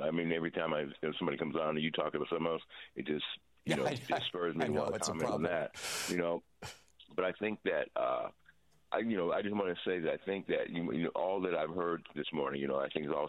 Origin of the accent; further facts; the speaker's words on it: California, United States; and I'm from the Bay Area, right? San Francisco Bay Area.